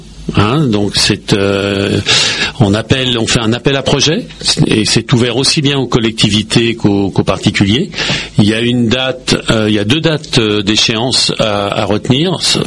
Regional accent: Paris, Île-de-France, France; born there; now in Pontoise, France

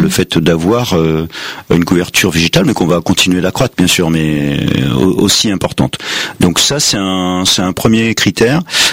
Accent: Auvergne-Rhône-Alpes, France; moved away; moi, je suis originaire de la Drôme provençale, et donc quand j'étais en sixième, je prenais le bus à 7h15 pour aller au collège

